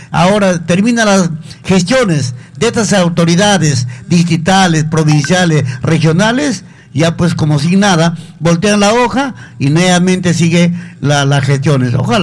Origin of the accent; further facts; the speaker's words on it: Peru; somos los peruanos